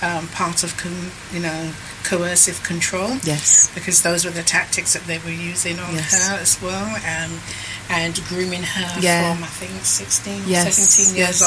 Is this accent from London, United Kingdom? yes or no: yes; London, United Kingdom; And I thought, you know, I'm the Canning Town girl. I'm from East London.